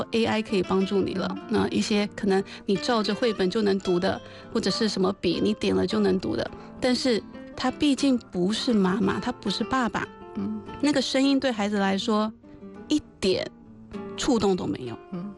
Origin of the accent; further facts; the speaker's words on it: Hefei, Anhui, China; 像我们合肥不也有方言